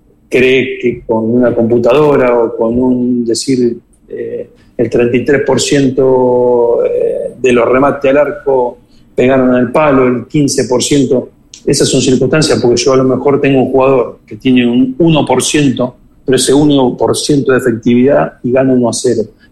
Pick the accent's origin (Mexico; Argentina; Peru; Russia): Argentina; moved away as an adult; now in Ecuador; en mi país, en Argentina